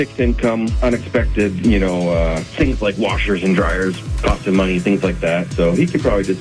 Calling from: Bellingham, Washington, United States; Bellingham, Washington.

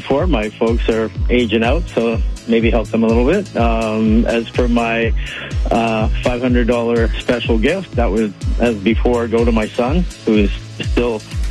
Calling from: Chilliwack, British Columbia, Canada

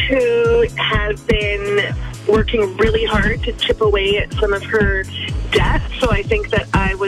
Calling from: Langley, British Columbia, Canada; Langley, BC.

